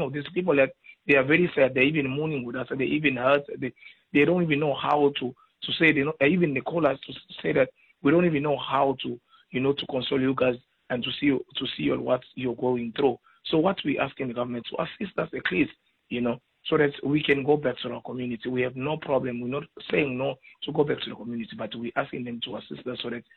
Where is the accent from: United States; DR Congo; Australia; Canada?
DR Congo; now in South Africa; Mind me, as a person that you're talking to, I'm Congolese, I'm documented, have papers, I grew up here in South Africa.